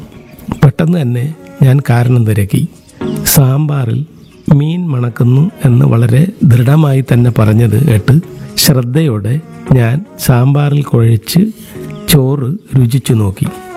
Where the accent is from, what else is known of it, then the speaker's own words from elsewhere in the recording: Kerala, India; ഞങ്ങൾ മലയാളികളാണെന്ന്